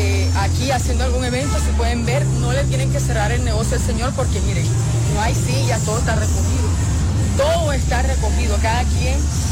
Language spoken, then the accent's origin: Spanish; Magangué, Bolívar, Colombia; Aquí está su magangueleña, porque yo soy de Magangué, la tierra de Boca Chico, lo digo con mucho orgullo.